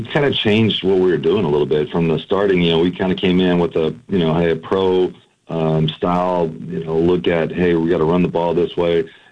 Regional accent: Louisville, Kentucky, United States; So I grew up in Louisville, so if I win or I lose, I'm still going to live in that city.

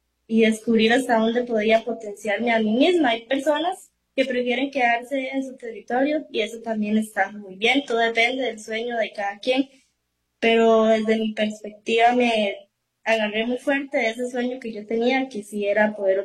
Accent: Rey Curré, Puntarenas, Costa Rica; moved away as an adult; Yo me crecí en mi comunidad, en Yimbacá. Ahí estuve en la escuela y también en el colegio. Saqué mi bachillerato en educación media en el Liceo Rural Yimbacá.

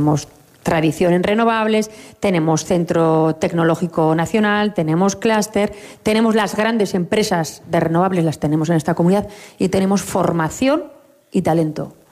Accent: Navarre, Spain; los navarros somos plurales, diversos, navarros que se sienten vascos, navarros que se sienten del mundo

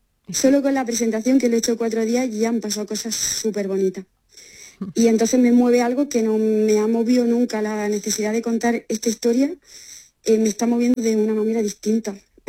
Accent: Úbeda, Andalusia, Spain; moved away

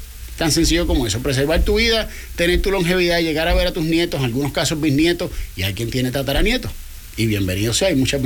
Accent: Puerto Rico; saben que yo soy puertorriqueño y como buen puertorriqueño

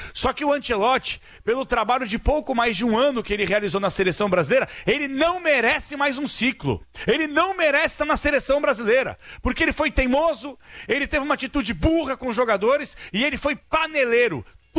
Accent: Argentina; eu sou argentino.

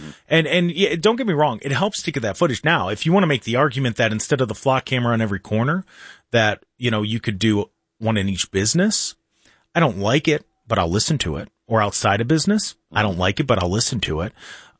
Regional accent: Lodi, Ohio, United States; growing up in Lodi

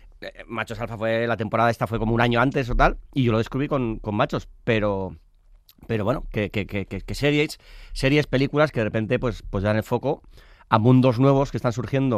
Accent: Basque Country, Spain; Soy vasco, sí, todo el rodaje, ¡ay, qué frío! Pero si eres vasco, si eres del norte, que soy tan vasco como friolero

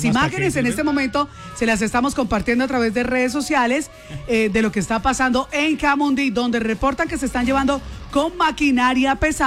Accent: Colombia; Somos de Colombia.

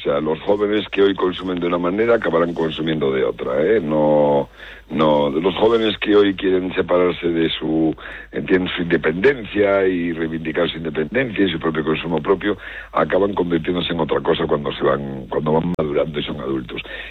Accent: Galicia, Spain; porque es mi tierra, Galicia, Orense, por la que siempre paso cuando voy camino de mi casa a Pontevedra

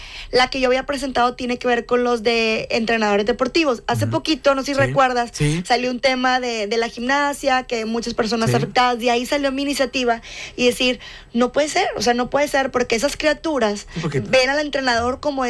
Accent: Nuevo León, Mexico; como muchas mujeres que hay aquí en nuestro estado

